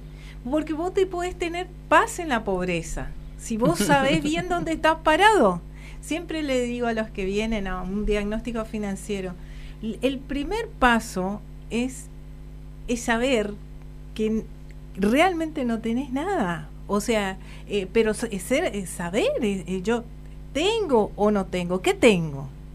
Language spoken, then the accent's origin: Spanish; Puerto Rico, Misiones, Argentina; quiero recordar mi pueblo, Puerto Rico. Nos pagábamos los gastos en el secundario. Nosotros. Yo barrí las calles en el pueblo